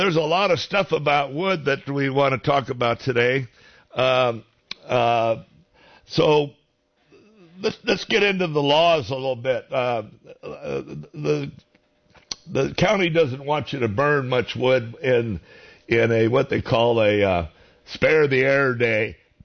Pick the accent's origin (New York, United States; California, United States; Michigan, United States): California, United States; I grew up in Northern California. My father ran a sawmill in Ukiah, and we ran a great vineyard and pear orchard, as well as my father was a millwright for a big mill up there.